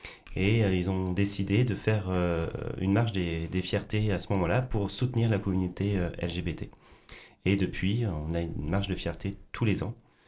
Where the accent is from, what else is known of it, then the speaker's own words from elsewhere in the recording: Sainte-Reine-de-Bretagne, Pays de la Loire, France; moved away as an adult; also born or lived in Paris; now in Saint-Nazaire, France; Étienne et moi, on vient de la campagne de Saint-Nazaire. Étienne de Saint-Molf et moi de Saint-Trène-de-Bretagne